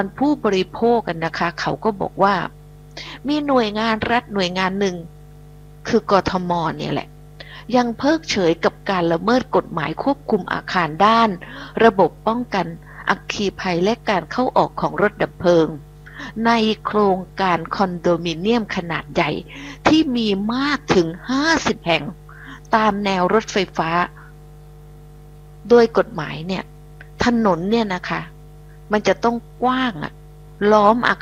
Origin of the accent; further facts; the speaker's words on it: Phuket, Thailand; now in Bangkok, Thailand; ดิฉันนี่จากเกาะดิฉันเป็นคนภูเก็ตเนาะดิฉันเป็นคนเกาะนะมาอยู่กรุงเทพโดนด้านแปลว่ามาอยู่กรุงเทพนานก็มาตั้งแต่เรียนหนังสือกลับบ้านก็มีบ้างนะคะ